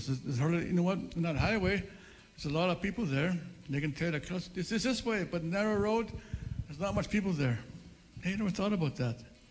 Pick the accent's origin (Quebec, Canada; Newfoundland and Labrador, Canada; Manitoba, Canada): Manitoba, Canada; also born or lived in Churchill, Manitoba; They call it Bayline. That's from the paw to Churchill. So that's where I grew up, on the Bayline. And that was my home.